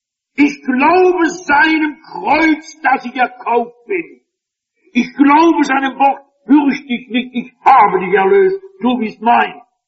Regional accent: Hesse, Germany; born or raised there

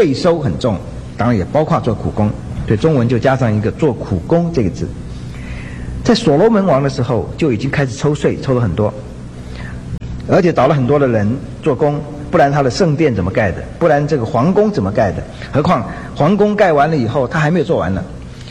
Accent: China; 我们中国人

